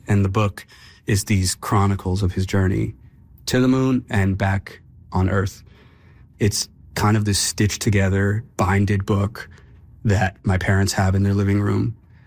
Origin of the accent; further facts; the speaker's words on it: Toronto, Ontario, Canada; I grew up in Toronto.